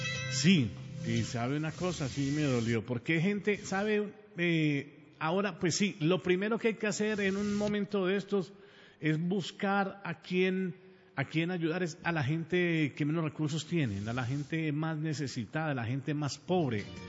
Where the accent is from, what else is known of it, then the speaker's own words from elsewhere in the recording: Pereira, Risaralda, Colombia; moved away; Hablo de Pereira pues porque al fin y al cabo es la tierra mía, lo que tengo más cerquita